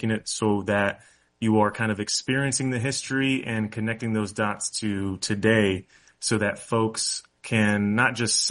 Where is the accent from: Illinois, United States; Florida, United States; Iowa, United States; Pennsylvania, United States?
Florida, United States; Tampa; I grew up here actually in Tampa.